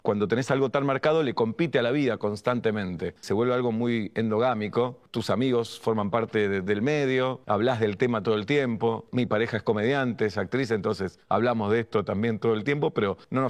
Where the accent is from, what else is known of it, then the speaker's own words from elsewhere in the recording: Buenos Aires, Argentina; nací en Buenos Aires, nací en una típica familia judeo-porteña de la Argentina, de clase media.